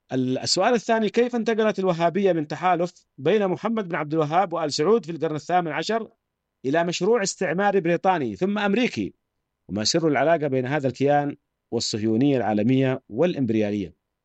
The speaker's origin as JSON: {"language": "Arabic", "country": "Syria", "said": "عندنا في سوريا"}